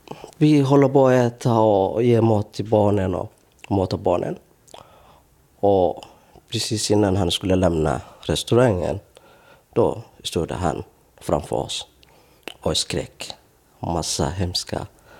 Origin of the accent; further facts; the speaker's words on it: Somalia; now in Borlänge, Sweden; Vi är ju från Somalia.